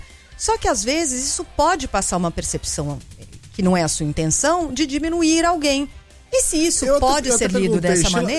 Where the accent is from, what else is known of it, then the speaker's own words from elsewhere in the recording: São Paulo, Brazil; Eu sou muito paulistana pra isso.